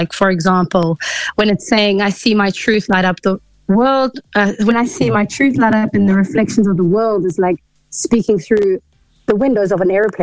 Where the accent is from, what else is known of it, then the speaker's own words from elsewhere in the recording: South Africa; moved away; as a South African, I added a bit of Afro